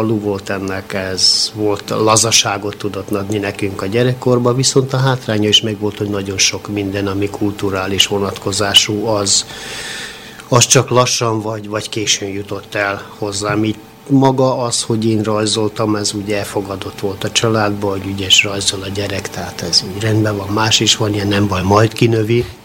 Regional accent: Horgoš, Vojvodina, Serbia; now in Canada; Én földműves szülőktől, tehát Horgoson, Vajdaságban, tehát Szeged és Szabadka közötti területen születtem. Ennek a maga előnye és hátránya is nyilván ugyanúgy megvolt, hiszen falu volt

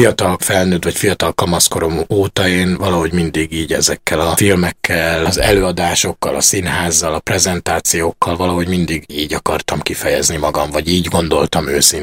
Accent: Kocsola, Tolna, Hungary; now in Budapest, Hungary; Tolna megyéből érkeztem, kis kitérőkkel, mármint a fővárosba, Dombovár mellett egy kis falu, Kocsola, körülbelül 1500-an laknak ott.

